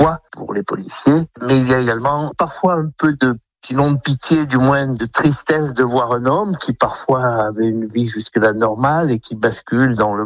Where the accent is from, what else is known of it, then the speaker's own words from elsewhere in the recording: Auvergne-Rhône-Alpes, France; born there; ou comme celles qui se passent en Ardèche, où je reviens pratiquement dans mon village natal